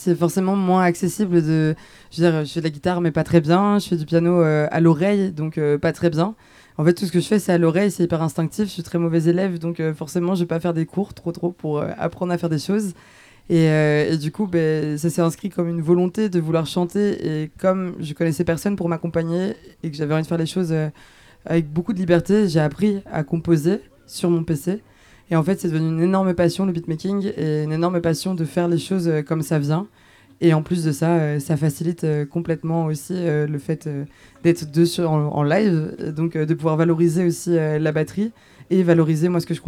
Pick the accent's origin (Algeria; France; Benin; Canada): France; Mais en fait, étonnamment, je suis française, mais j'ai pas du tout grandi dans la musique française.